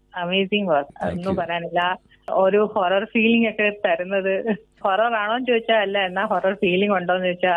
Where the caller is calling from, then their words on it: Thalayolaparambu, Kerala, India; Kottayam തലവലപ്പറമ്പ്.